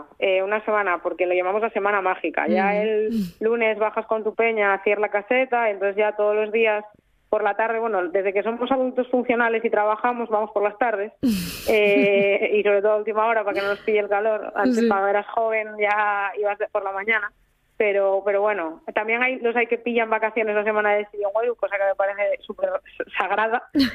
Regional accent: Pravia, Asturias, Spain; yo como praviana que soy, pues me hizo especial ilusión

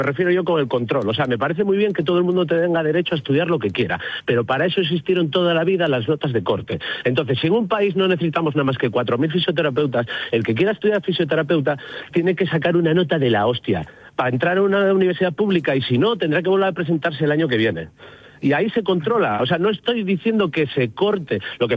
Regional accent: Spain; pero yo como contribuyente español adelanto una cantidad de dinero con mis impuestos

